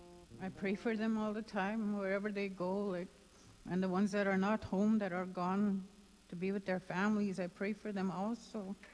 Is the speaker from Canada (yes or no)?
yes; Manitoba, Canada; born there; now in Hollow Water, Canada; I was born in Barron's River, but I live in Hollow Water now